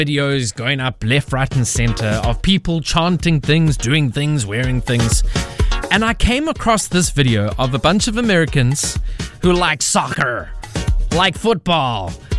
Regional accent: South Africa; I am just so proud to be South African, and there's so many things going on around the world that just makes me so thankful that I am a South African.

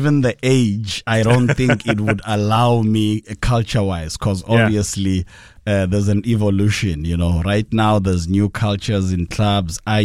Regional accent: Eswatini; now in Durban, South Africa; is in Durban for 32 years now, born and raised in Swaziland. Obviously, my grandparents were from Pongola, migrated to Swaziland.

